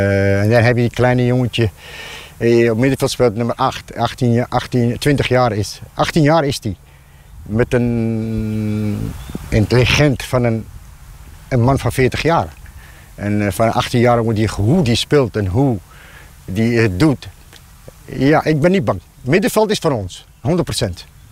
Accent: Lelystad, Flevoland, Netherlands; also born or lived in Morocco / Portugal / Dubai; Ja, ik ben opgegroeid in Lelystad.

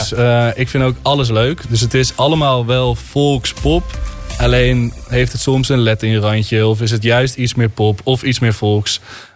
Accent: Netherlands

